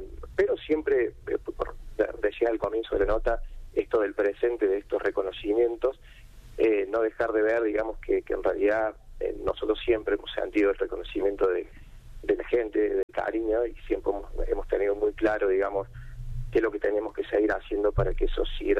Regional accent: Córdoba, Argentina; Nosotros somos de Alta Córdoba, seguimos estando donde nacimos, sí.

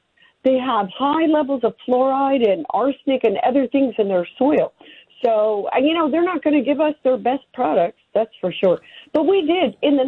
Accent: New Jersey, United States; moved away as an adult; I was a young girl then in college, and I came from New Jersey

